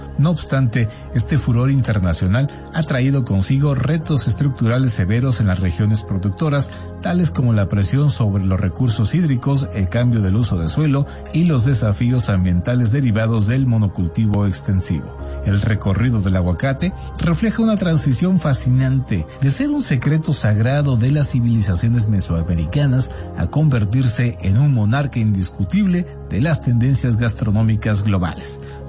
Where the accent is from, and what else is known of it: Mexico